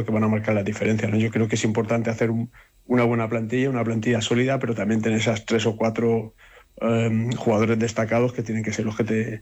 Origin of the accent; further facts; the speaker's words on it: Elche, Valencian Community, Spain; Yo soy de Elche, ¿no? No soy de Aragón, pero recuerdo perfectamente el gol de Najim.